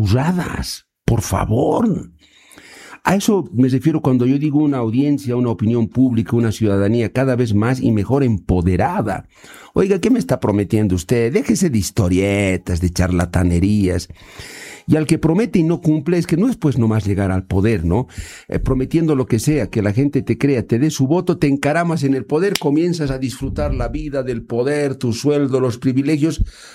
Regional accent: Bolivia

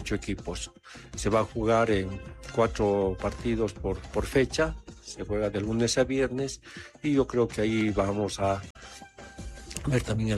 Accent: Bolivia

